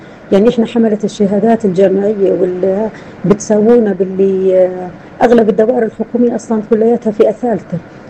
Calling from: Jerash, Jerash Governorate, Jordan

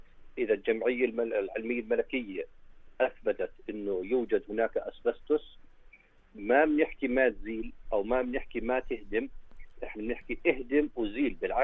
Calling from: Jordan; احنا هون عندنا في الاردن

